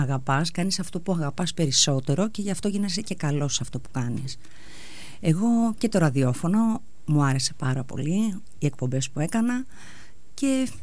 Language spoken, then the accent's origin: Greek; Arta, Epirus, Greece; born there; moved away; Όχι όμως τόσο εντατικά όσο τα τελευταία 14 χρόνια, από όταν επέστρεψα πάλι εδώ στον τόπο μου.